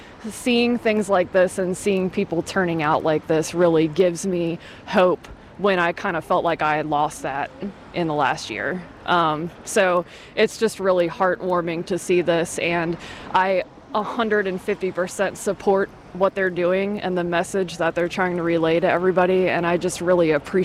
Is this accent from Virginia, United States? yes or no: yes; Fredericksburg, Virginia, United States; now in Southern Maryland, United States; I'm from Fredericksburg, Virginia, but recently moved to Southern Maryland.